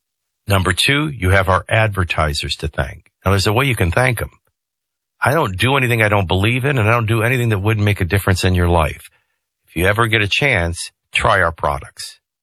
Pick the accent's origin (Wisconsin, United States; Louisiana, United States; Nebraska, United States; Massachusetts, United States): Louisiana, United States; New Orleans; And I'm from New Orleans.